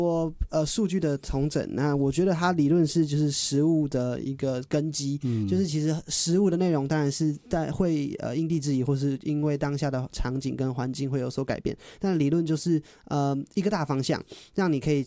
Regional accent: Hsinchu, Taiwan; 我是新竹人，所以我以前我读的是一所比较以升学为主的一所国中。

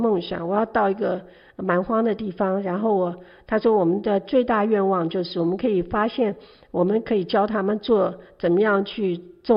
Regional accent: China; 我认为他这就是他理想的退休生活，那跟我们中国人是非常不一样的

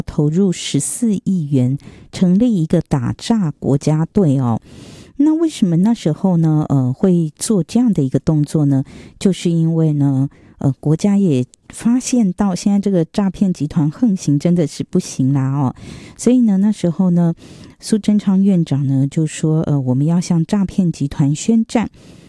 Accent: Taiwan; 我觉得我们台湾人还是心地善良的居多

